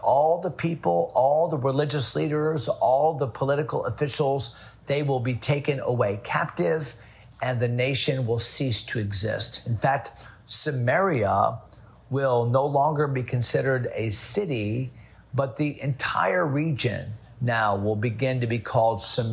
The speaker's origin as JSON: {"language": "English", "region": "Connecticut", "country": "United States", "tie": "born there", "moved": "yes", "said": "I've spent the day in Connecticut, my home state, at my home church, Emmanuel Baptist Church."}